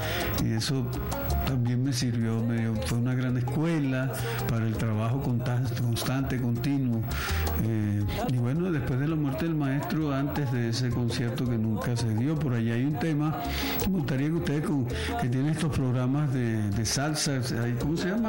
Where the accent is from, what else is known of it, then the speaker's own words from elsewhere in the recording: Naiguatá, La Guaira, Venezuela; Yo comencé en mi pueblo, en Naiguatá